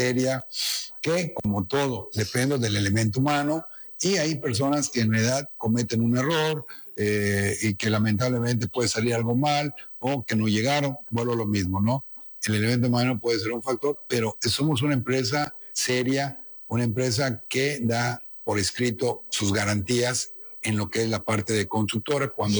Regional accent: Yucatán, Mexico; me siento un yucateco orgulloso

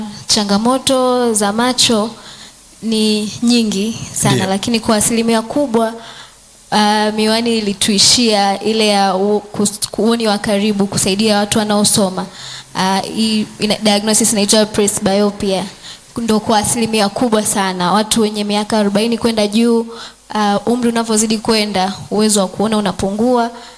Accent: Morogoro, Tanzania; Mimi nimetokea Morogoro.

